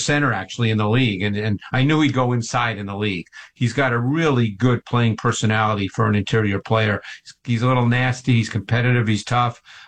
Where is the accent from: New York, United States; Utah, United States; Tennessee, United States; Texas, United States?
New York, United States; New York City; I grew up in Queens in New York